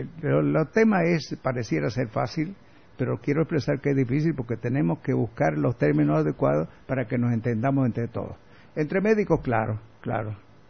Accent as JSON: {"language": "Spanish", "region": "Santa Cruz", "country": "Bolivia", "accent": "camba", "said": "Bueno, soy camba, pues, por último."}